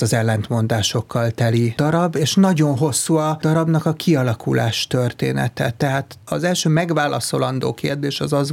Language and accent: Hungarian; Hungary; mint magyar zenész és magyar ember